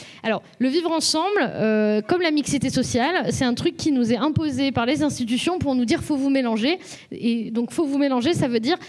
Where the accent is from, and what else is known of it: Lyon, Auvergne-Rhône-Alpes, France; now in Toulouse, France